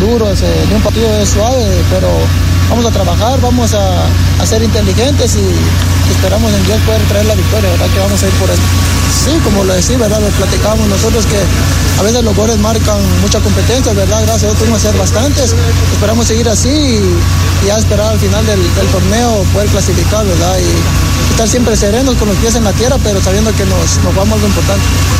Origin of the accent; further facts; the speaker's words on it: Guatemala; como guatemalteco, como chapín